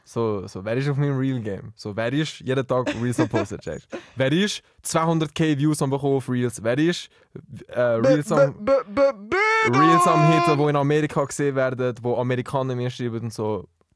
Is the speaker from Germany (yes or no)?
no; Zurich, Switzerland; Ich bin auch Zürcher